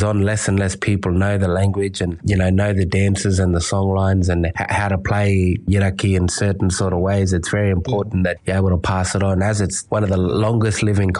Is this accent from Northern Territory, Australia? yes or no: yes; Alice Springs, Northern Territory, Australia; I'm from Australia, I'm Aboriginal, I might not be from Arnhem, man, but still this is my country and that's my mob